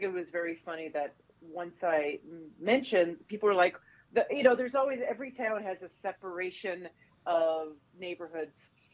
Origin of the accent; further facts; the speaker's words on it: Canada; moved away as an adult; now in United States; as a Canadian, because I grew up and spent the first 30 years of my life in Canada.